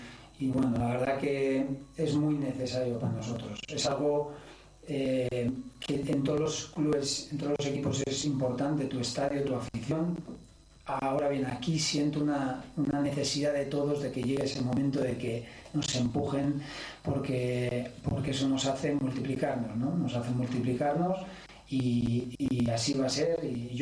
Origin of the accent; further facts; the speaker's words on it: Basque Country, Spain; moved away; por ser vasco, es un partido especial, no lo voy a negar.